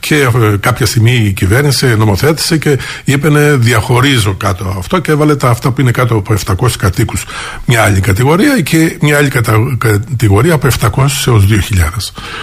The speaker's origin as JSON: {"language": "Greek", "country": "Greece", "said": "νομίζω ότι επίοικως θα πρέπει να ντρεπόμαστε σαν Έλληνες."}